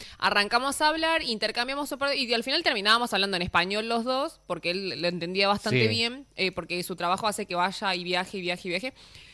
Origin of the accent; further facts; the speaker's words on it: Argentina; yo soy argentina